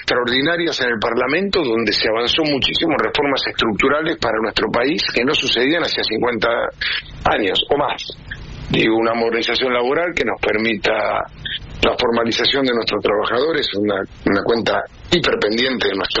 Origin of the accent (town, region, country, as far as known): Argentina